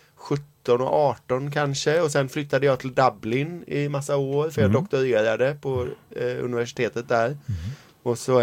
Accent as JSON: {"language": "Swedish", "town": "Gothenburg", "region": "Västra Götaland County", "country": "Sweden", "tie": "born or raised there", "said": "Jo, jag är en glad och trevlig kille från Göteborg. Även om jag inte alltid låter sån, så jag född och uppväxt i Majorna."}